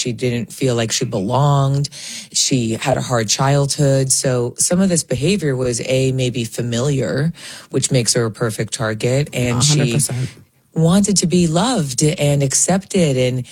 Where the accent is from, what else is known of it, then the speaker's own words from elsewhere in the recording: New York, United States; Courtney and I are New Yorkers. I grew up on Long Island.